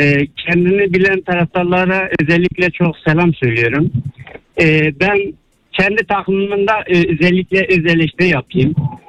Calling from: Istanbul, Turkey; İstanbul'dan arıyorum.

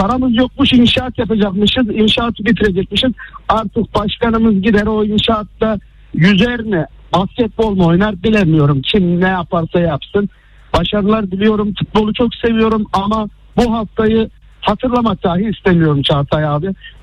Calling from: Istanbul, Turkey; İstanbul Başakşehir'den arıyorum.

